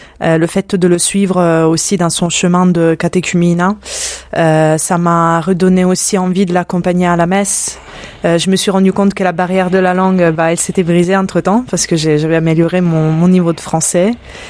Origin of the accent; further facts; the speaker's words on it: Sicily, Italy; French is a second language; moved away as an adult; now in France; je viens d'Italie, je viens de Sicile tout particulièrement, et comme beaucoup le savent, la foi est très ancrée là-bas. Donc je viens d'une famille catholique, chrétienne